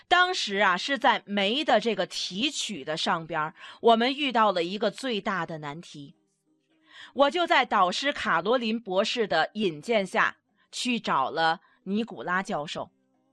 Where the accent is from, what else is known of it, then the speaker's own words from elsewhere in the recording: China; 在国际舞台上，我们中国人真的很容易被别人看轻。